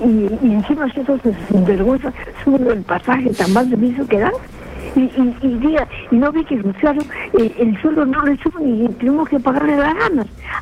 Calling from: Lima, Peru; cuando yo vivo en Breña

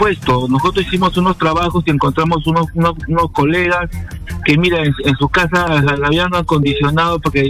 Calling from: Lima, Peru; Llamo de acá del Cono Norte

